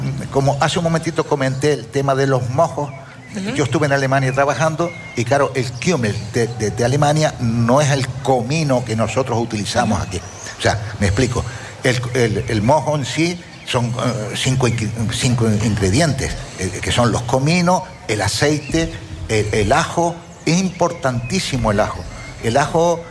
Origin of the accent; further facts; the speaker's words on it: Canary Islands, Spain; born there; Pero, hombre, yo soy nacido en Gran Canaria. Pero cuando he venido aquí al sur hace 45 años